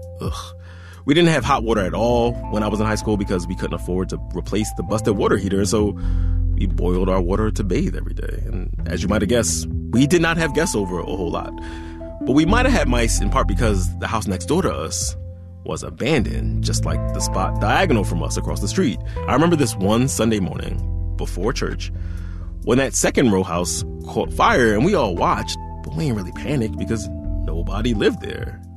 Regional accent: Philadelphia, Pennsylvania, United States; At the same time I was growing up in South Philly

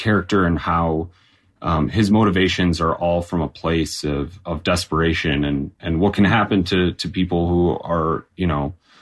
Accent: Wisconsin, United States; You know, as I mentioned, I'm from Wisconsin, and so as many Wisconsinites are, I am a hunter and a deer hunter

